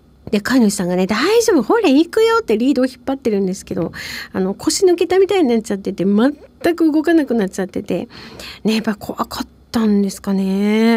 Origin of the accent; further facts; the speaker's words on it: Furano, Hokkaido, Japan; now in Sapporo, Japan; 私が富良野出身なんです